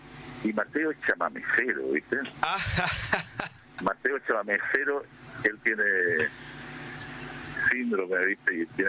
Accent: Esquina, Corrientes, Argentina; yo soy del interior, de Esquina, Corrientes. Venía con mi socio, mi señora y mi hijo. Vivimos ahí.

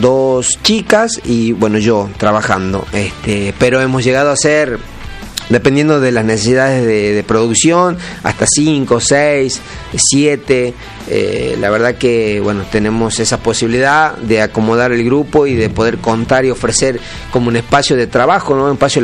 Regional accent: Tucumán, Argentina; Y uno como tucumano se debería sentir tan orgulloso de poder decir en mi provincia, en Tucumán, se declaró la independencia.

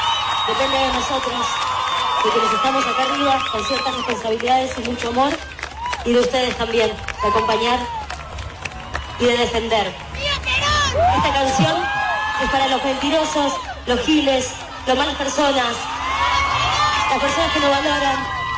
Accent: Argentina

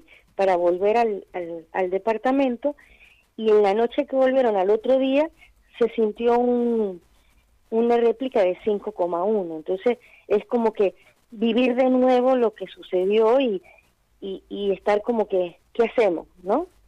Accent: Venezuela; now in Argentina; nosotros como inmigrantes, como venezolanos que estamos fuera

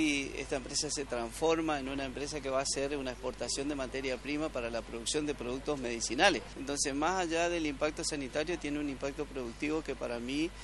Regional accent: Chaco, Argentina; somos capaces los chaqueños de generar recursos para la provincia del Chaco

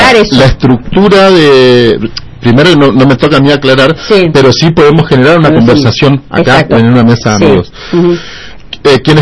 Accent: Resistencia, Chaco, Argentina; cada uno de los ciudadanos resistencianos, que somos casi especialistas en eso

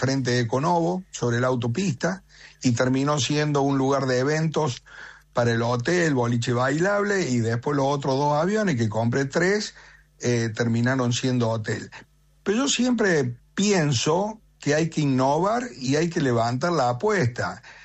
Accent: Argentina; los que nos sentimos que somos argentinos

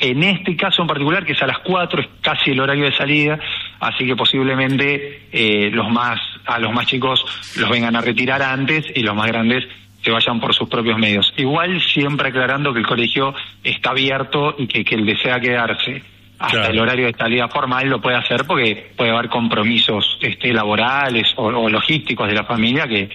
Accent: Argentina; Pero nosotros somos apasionados del fútbol y somos argentinos y e hinchamos para Argentina, por supuesto.

